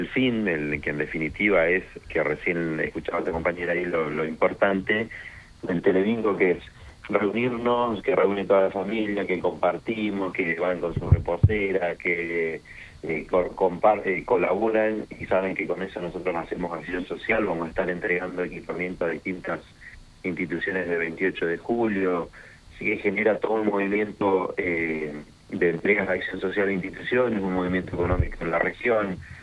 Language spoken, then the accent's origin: Spanish; Lago Puelo, Chubut, Argentina; los que somos del interior o de pueblos más chicos, yo soy del Lago Pueblo